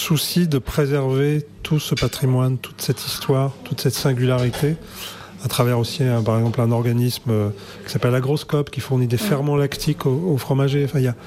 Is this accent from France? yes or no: yes; Normandy, France; j'ai été élevé en Normandie, donc le fromage fait partie aussi de ma vie.